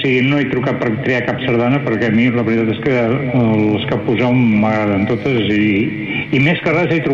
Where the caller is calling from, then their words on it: Blanes, Catalonia, Spain; de Blanes.